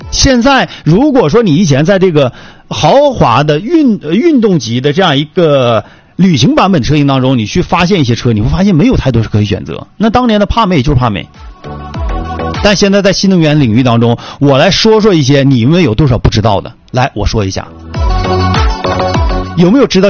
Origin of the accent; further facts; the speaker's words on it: China; 我们中国人